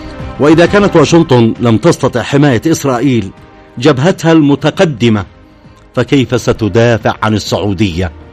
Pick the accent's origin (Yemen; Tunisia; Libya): Yemen; على بلادنا اليمن